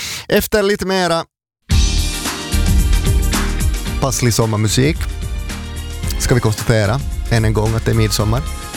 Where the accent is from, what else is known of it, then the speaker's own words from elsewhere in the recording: Finland; accent: Järby dialect (Finland Swedish); Min lokala dialekt, Järby-dialekten